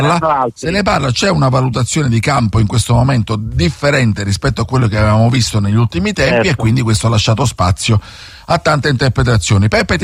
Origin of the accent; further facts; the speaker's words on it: Amalfi, Campania, Italy; Antonio, voglio dire, io vengo da Amalfi e tu non ti fai trovare.